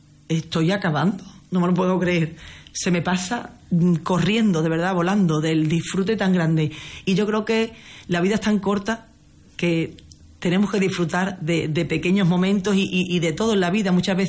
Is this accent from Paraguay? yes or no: no; Huelva, Andalusia, Spain; yo soy de Huelva Capital